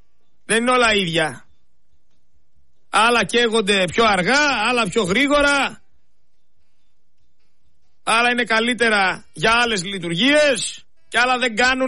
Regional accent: Greece; εμείς σαν Έλληνες

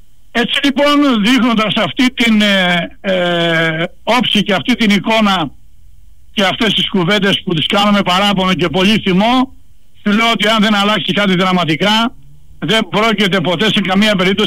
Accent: Patras, Western Greece, Greece; ως πατρινός

